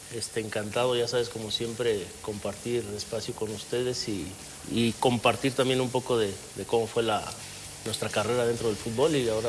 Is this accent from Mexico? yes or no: yes; Senguio, Michoacán, Mexico; moved away; es muy pequeño. Al final de cuentas es muy pequeño, pero a mí siempre me ha gustado, ¿no? Mi pueblo, lógicamente, por circunstancias de la vida y del tema del fútbol, pues nos alejamos un poco del pueblo